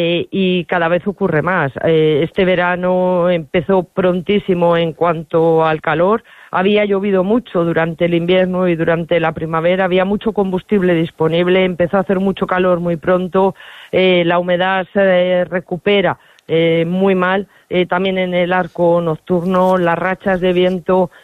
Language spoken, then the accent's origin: Spanish; Berlanga de Duero, Castile and León, Spain; now in Madrid, Spain; en mi pueblo, en Berlanga de Duero